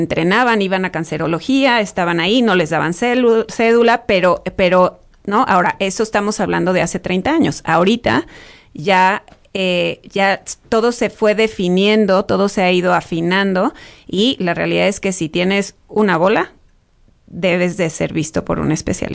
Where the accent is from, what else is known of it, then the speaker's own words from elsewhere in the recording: San Luis Potosí, Mexico; Por ejemplo, yo crecí en San Luis Potosí, ¿no? Ahí estudié medicina y luego ya emprendí mi larga carrera, ¿no?